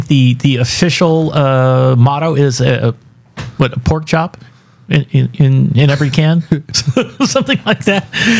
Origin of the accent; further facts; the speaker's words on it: West Coast, United States; I grew up on the West Coast.